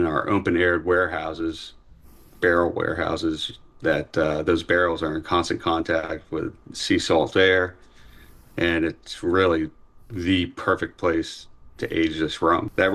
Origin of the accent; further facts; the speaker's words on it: Bermuda; I mean, we're from Bermuda, called Bermuda home since 1806